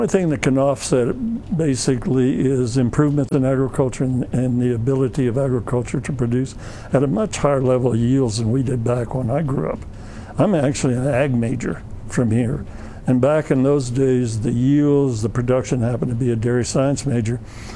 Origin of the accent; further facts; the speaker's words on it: Aztec, New Mexico, United States; back then, most of us who attended New Mexico State University actually grew up on farms or ranches. It was a very rural state at that time.